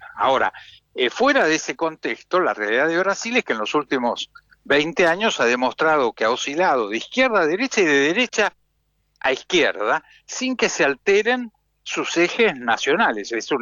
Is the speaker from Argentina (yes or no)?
yes; Argentina; prefiero ponerme colorado de vergüenza como argentino